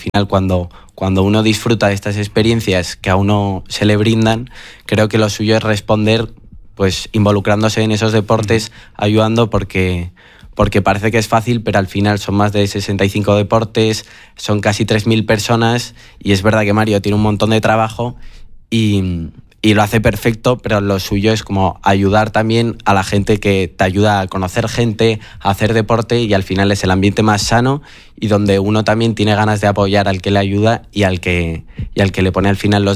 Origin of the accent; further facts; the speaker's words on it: Pamplona, Navarre, Spain; soy de Pamplona